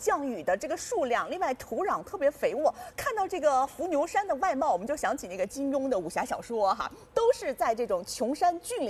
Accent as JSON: {"language": "Chinese", "country": "China", "said": "我们中国人特别讲究精气神儿。"}